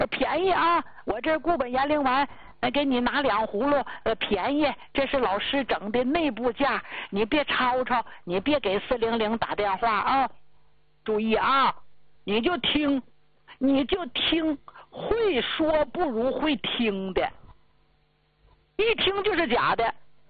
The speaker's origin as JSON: {"language": "Chinese", "region": "Northeast China", "country": "China", "said": "用咱们东北老家话说"}